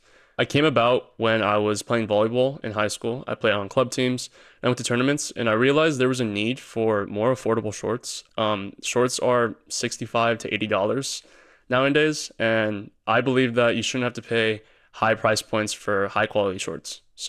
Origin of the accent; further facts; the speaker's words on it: Sacramento, California, United States; I'm from Sacramento, California